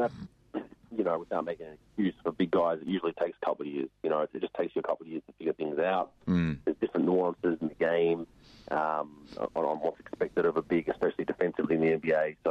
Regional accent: Australia; as an Australian

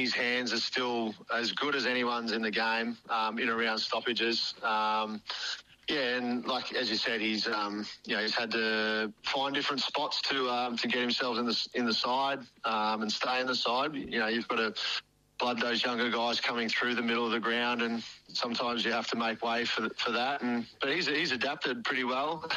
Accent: Albury, New South Wales, Australia; Growing up in the country, I grew up in Albury

